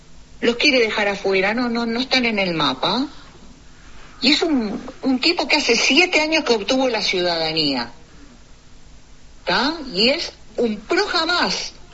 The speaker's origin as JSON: {"language": "Spanish", "country": "Uruguay", "said": "la universidad que nos pertenece a todos, Gustavo, a todos los uruguayos, del primero al último"}